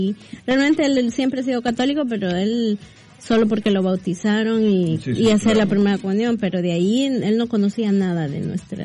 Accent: San Alejo, La Unión, El Salvador; now in San Salvador, El Salvador; Entonces yo me mudé de San Alejo para San Salvador a estudiar

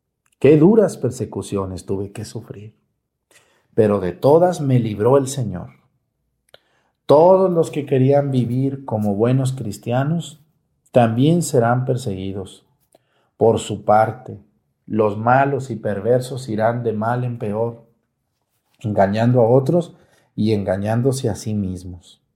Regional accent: Mexticacán, Jalisco, Mexico; Y invito a la gente de mi pueblo, de Mesticacán, que se vayan al santuario a vender comida y paletas y cañas y fruta y agua fresca y todo lo que puedan.

